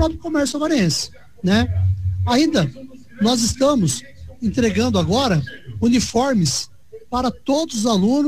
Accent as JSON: {"language": "Portuguese", "country": "Brazil", "said": "Para frisar que a gente é brasileiro"}